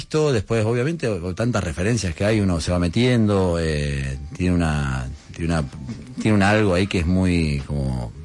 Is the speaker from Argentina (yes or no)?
yes; Mendoza, Argentina; now in Buenos Aires, Argentina; cuando me vine a vivir acá a Buenos Aires, que soy de Mendoza